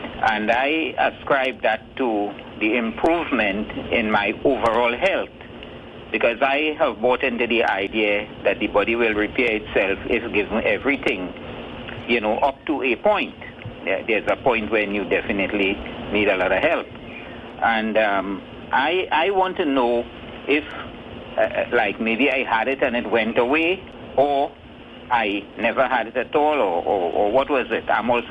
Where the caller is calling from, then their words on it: Trinidad & Tobago; I'm calling from Turbasa Trace in Pinal.